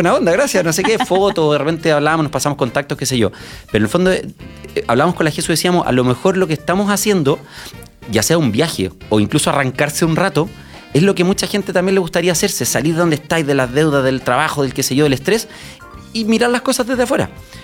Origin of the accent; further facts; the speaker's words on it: Santiago, Santiago Metropolitan Region, Chile; yo por el fondo vengo de Santiago, ciudad grande, todo pasando